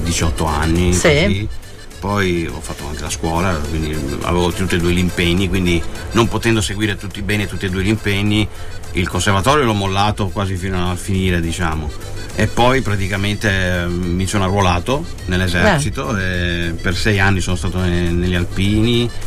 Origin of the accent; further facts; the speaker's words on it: Apulia, Italy; now in Vicenza, Italy; Puglia, sono Puglia. Il centro della Puglia.